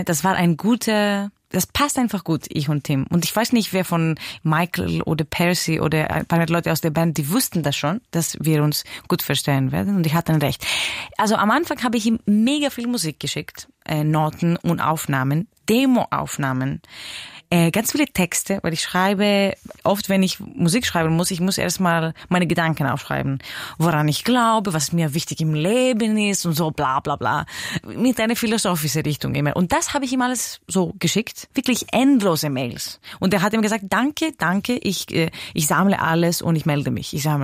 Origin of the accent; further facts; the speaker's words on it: Greece; Ja, ich bin Griechin